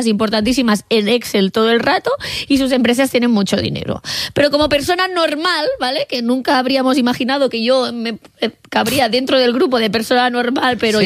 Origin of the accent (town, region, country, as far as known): Catalonia, Spain